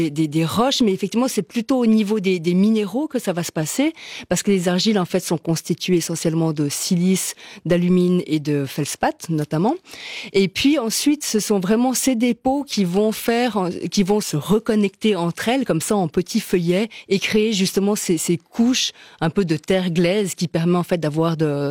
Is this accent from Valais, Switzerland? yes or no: yes; Valais, Switzerland; Je suis une Valaisanne pure souche